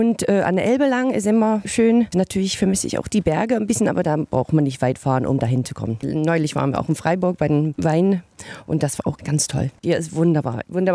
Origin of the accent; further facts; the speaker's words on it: Scotland, United Kingdom; German is a second language; now in Magdeburg, Germany; Aber ich glaube, soweit ich weiß, fast der einzige Schotten. Die meisten anderen sind die Engländer.